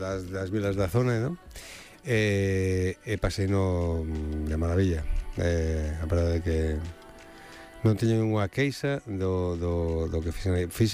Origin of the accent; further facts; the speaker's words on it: Galicia, Spain; pues, fíjese, nos vimos de Galicia, que sempre temos a fama en Santiago de que chove moito